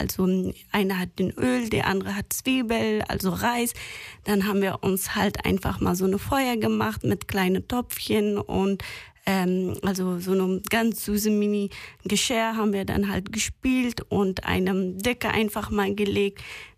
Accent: Afghanistan; German is a second language; now in Germany; also ich komme aus Afghanistan und lebe seit fast 9 Jahren hier in Deutschland.

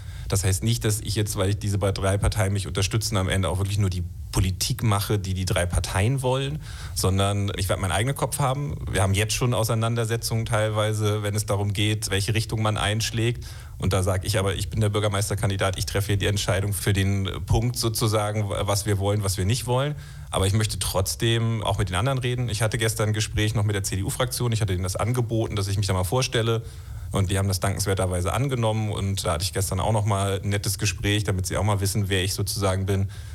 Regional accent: Kiel, Schleswig-Holstein, Germany; moved away as an adult; also born or lived in Schwentinental / Preetz / Rheingau, Hesse; now in Hesse, Germany; ich bin aufgewachsen in Kiel, bin aufgewachsen in Schwentinental, habe dann in Preetz gewohnt und bin dann sozusagen hier an die Westküste der Liebe wegen gezogen.

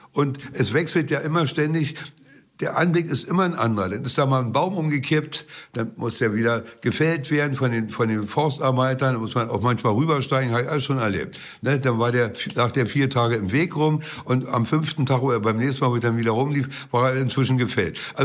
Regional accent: Ratzeburg, Schleswig-Holstein, Germany; komme noch auf meine Heimatstadt Ratzburg zu sprechen

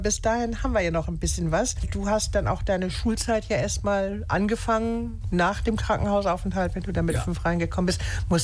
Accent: Hamburg, Germany; now in Husum, Germany; ich komme ja auch aus Hamburg und bin auch so ein bisschen in der Weltgeschichte rumgeturnt

